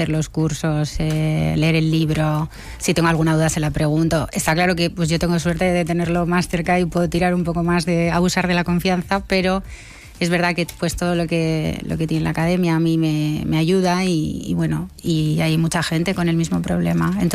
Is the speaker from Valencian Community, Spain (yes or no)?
no; Bilbao, Basque Country, Spain; lo primero es que yo soy de Bilbao y no voy en avión nunca a Bilbao.